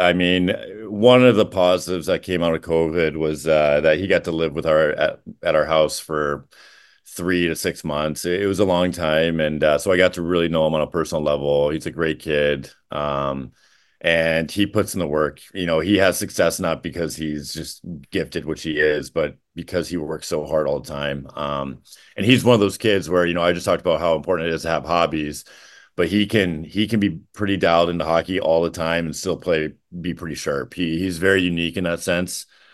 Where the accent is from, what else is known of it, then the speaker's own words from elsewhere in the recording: Janesville, Wisconsin, United States; She's from Rockford area. I was from Janesville.